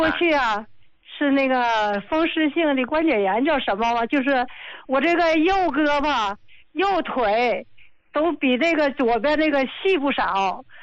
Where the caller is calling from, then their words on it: Qinhuangdao, Hebei, China; 我是秦皇岛的。